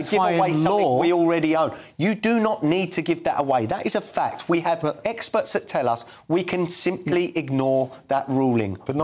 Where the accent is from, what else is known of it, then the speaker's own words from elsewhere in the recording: United Kingdom; I'm proud to own that as a Brit.